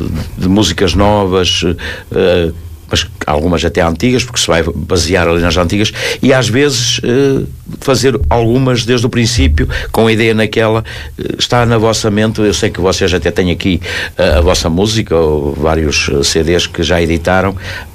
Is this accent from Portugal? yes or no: yes; Arcos de Valdevez, Norte, Portugal; gosto de passar na minha terra, nas minhas aldeias, nas aldeias de Arcos Valdevez